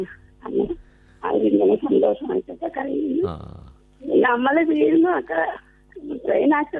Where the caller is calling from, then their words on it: Mainagappally, Kerala, India; കൊല്ലം മൈനാടപ്പള്ളി.